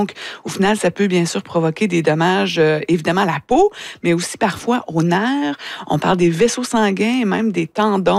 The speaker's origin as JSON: {"language": "French", "town": "Shawinigan", "region": "Quebec", "country": "Canada", "tie": "born or raised there", "said": "Ben, je suis originaire de Shawinigan."}